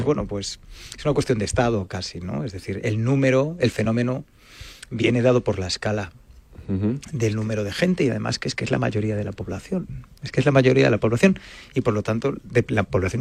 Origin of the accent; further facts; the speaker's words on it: Galicia, Spain; yo por ejemplo soy gallego, y entonces es difícil allí que no haya un techo